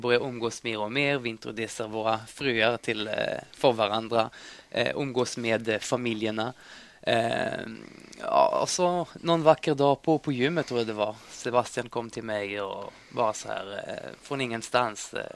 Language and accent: Swedish; Israel; Swedish is a second language; now in Stockholm, Sweden; Och i tidigare i mitt arbetsliv har jag jobbat genom event. Israel faktiskt, där jag kommer ifrån.